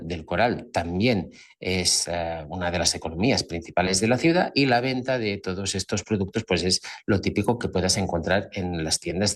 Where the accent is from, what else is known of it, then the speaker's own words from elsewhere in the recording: Catalonia, Spain; para la gente que somos de Cataluña